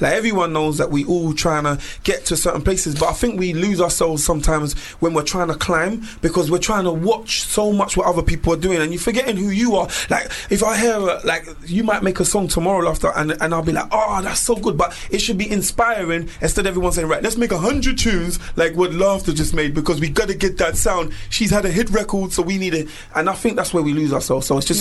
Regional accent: England, United Kingdom; because, as I said, my parents are Jamaican, but I'm talking to you English because that's where I'm born and bred in England.

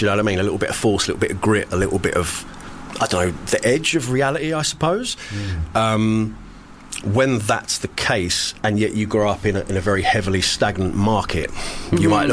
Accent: Suffolk, East of England, United Kingdom; now in Essex, United Kingdom; For about another 2 months, I live in Essex. I'm from Suffolk originally.

